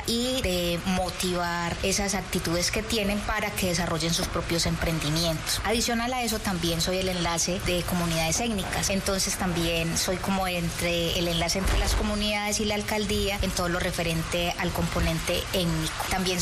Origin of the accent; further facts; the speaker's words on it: Sabanalarga, Antioquia, Colombia; moved away as an adult; also born or lived in Urabá; Yo soy orgullosamente nacida en Sabana Larga y he trabajado en Urabá, pero regresé nuevamente a Sabana Larga porque es mi tierra y quiero mucho este pueblo que está bañado por montañas.